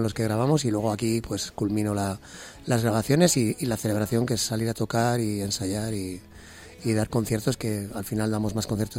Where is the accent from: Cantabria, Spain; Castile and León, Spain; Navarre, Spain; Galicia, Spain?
Cantabria, Spain; born there; now in Canary Islands, Spain; En la tierra donde yo nací, Cantabria, y donde vivo desde hace muchos años, Canarias.